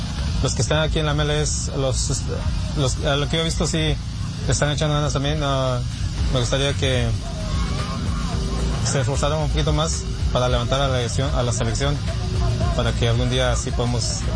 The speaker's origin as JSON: {"language": "Spanish", "country": "Guatemala", "said": "Soy de Guatemala."}